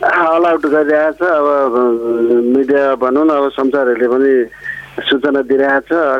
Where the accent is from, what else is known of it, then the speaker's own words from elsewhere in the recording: Nijgadh, Madhesh Province, Nepal; born there; now in Kathmandu, Nepal; यहाँ चाहिँ जन्महरू सबै अब मेरो निजगढै हो, घरहरू पनि उतै